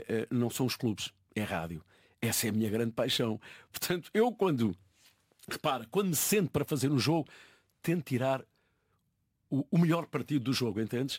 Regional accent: Santarém, Portugal; Mas, como tu sabes, eu não escondo. Natural de Santarém, sou português. Quando joga a minha seleção, o meu coração também mexe o meu coração.

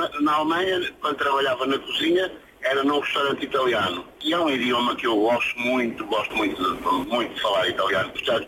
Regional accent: Norte, Portugal; Na mesma freguesia, que agora é uma vilazinha, na mesma vilazinha onde nasci, ali me mantenho. A empresa onde trabalho é da Póvoa do Lanhoso, também é pertinho.

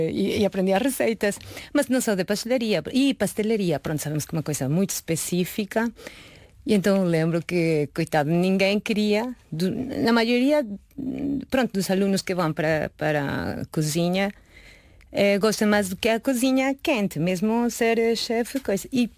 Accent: Yucatán, Mexico; Portuguese is a second language; moved away as an adult; also born or lived in Argentina; now in Portugal; no México, bem, eu sou de Yucatán, que é a província

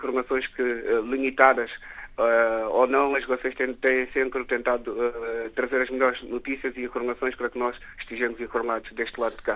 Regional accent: Guinea-Bissau; Isto é que é a Guiné-Bissau, é o meu país onde eu nasci, o país que me viu nascer.

